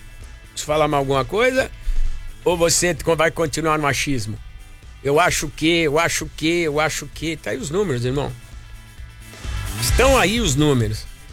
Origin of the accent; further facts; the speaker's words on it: São Paulo, Brazil; Meu time, meu bairro, cresci na Moca. Sou da Moca, não moro hoje mais no bairro.